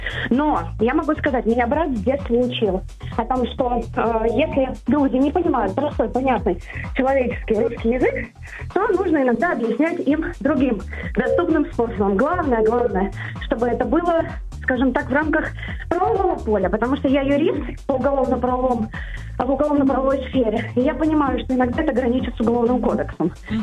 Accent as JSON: {"language": "Russian", "region": "Saint Petersburg", "country": "Russia", "said": "Я из Санкт-Петербурга."}